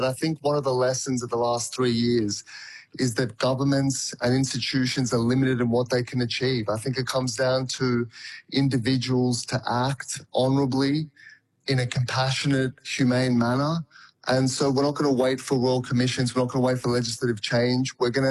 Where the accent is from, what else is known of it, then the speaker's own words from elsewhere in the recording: Australia; We're Australian Jews and we advocate for our community and we express our views, our criticisms and our support.